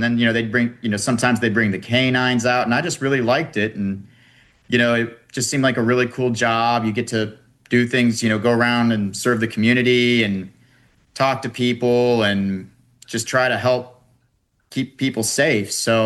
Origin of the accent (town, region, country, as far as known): Jacksonville, Florida, United States; born or raised there